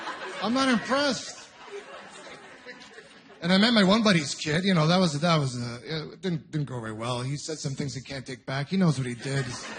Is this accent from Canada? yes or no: yes; Ontario, Canada; I'm originally from Ontario.